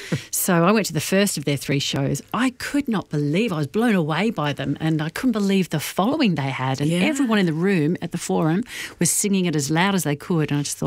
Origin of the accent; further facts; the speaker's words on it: Melbourne, Victoria, Australia; also born or lived in London, United Kingdom; Grew up, did all my education here in Melbourne.